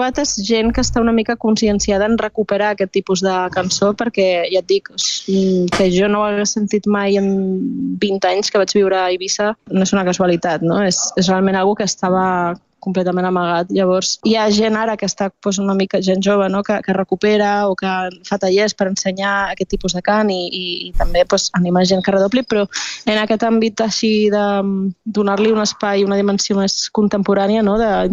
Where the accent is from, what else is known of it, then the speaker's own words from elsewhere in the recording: Ibiza, Balearic Islands, Spain; now in Sant Feliu de Guíxols, Spain; jo sóc eivissenca.